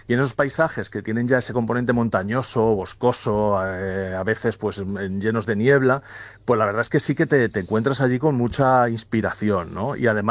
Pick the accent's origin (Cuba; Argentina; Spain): Spain; Salamanca, Castile and León; yo soy de Salamanca, que soy el ilustrador